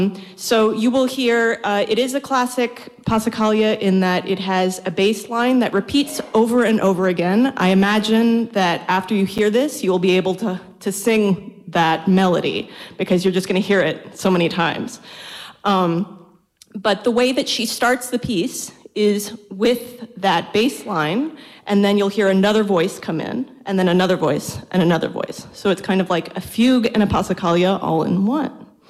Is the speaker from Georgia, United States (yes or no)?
no; Reston, Virginia, United States; moved away; I am originally from Reston, Virginia.